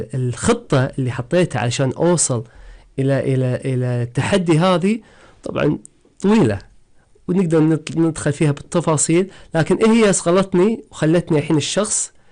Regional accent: Kuwait; أولا كوني شخص كويتي، شاب كويتي، طبعا ولدت وتربيت في مجتمع نحب الحركة من وإحنا صغار.

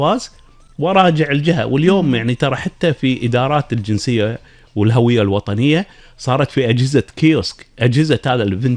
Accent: Kuwait; عندنا بالكويت

